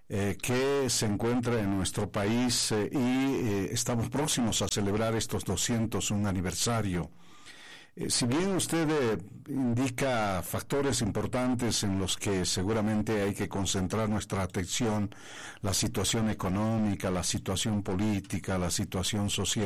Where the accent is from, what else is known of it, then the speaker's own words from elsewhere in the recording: Bolivia; nuestra realidad como bolivianos